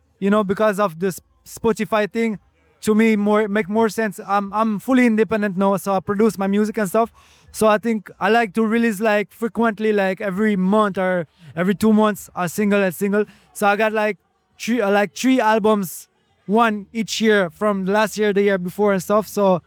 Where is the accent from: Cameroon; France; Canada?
France; Tours, Centre-Val de Loire; also born or lived in Paris; I grew up in Paris. I was born in Paris, and then I grew up in a small city called Tours.